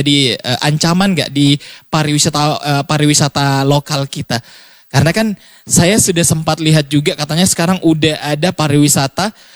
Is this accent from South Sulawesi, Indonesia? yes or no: yes; South Sulawesi, Indonesia; karakter kita sebagai warga Sulawesi Selatan yang memang lahir dan besar di Sulawesi Selatan.